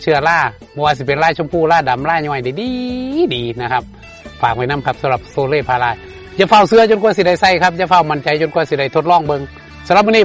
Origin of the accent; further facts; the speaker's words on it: Buriram, Thailand; ผมเป็นคนบุรีรัมย์